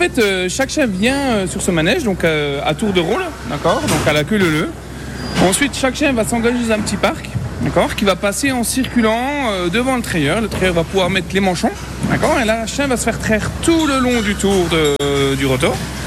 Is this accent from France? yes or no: yes; Besançon, Bourgogne-Franche-Comté, France; Non, je suis né à Besançon, voilà.